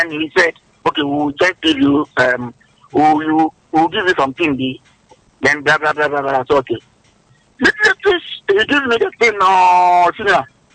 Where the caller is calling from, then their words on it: Mexico; I'm calling from Mexico.